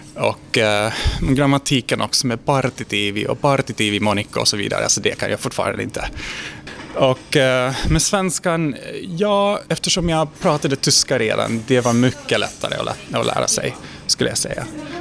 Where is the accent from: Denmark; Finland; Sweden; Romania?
Romania; Cluj-Napoca, Cluj County; first language Hungarian; Swedish is a second language; moved away; Jag är uppvuxen i Cluj-Napoca i Rumänien, i Transylvanien. Och ja, det finns en ungerspråkig minoritet då.